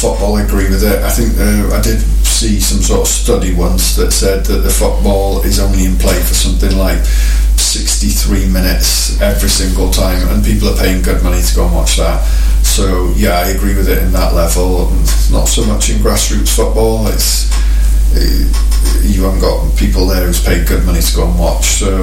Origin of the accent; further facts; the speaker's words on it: England, United Kingdom; I'm English, so I've got to watch my team.